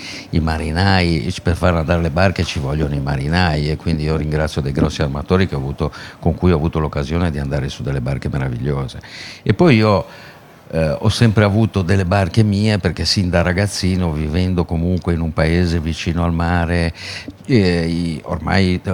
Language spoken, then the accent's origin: Italian; Liguria, Italy; siamo liguri